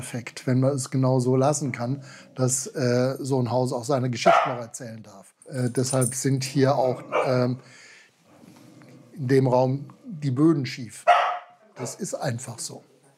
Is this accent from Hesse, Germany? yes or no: yes; Rodgau, Hesse, Germany; Und ich habe auch im Rottgau, wo ich herkomme, schon in einer Scheune gewohnt.